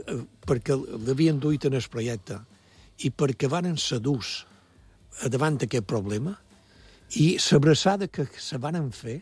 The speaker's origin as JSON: {"language": "Catalan", "town": "Vilafranca de Bonany", "region": "Balearic Islands", "country": "Spain", "said": "Jo som de Vilafranca"}